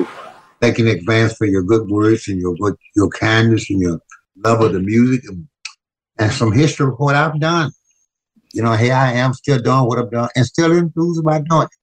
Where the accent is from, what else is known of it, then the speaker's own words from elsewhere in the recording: Louisiana, United States; born there; Oh, God. I was born in Louisiana.